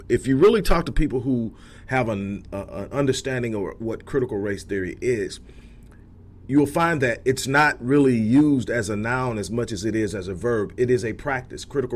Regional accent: United States; we define ourselves as blacks or as African American, or clearly define ourselves as those who are the descendants of slaves in this country

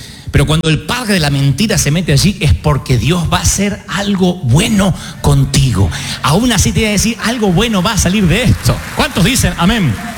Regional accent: Argentina; Porque somos argentinos.

